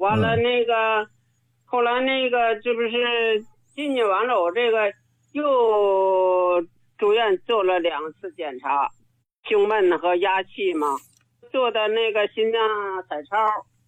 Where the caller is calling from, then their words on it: Shenyang, Liaoning, China; 我是沈阳的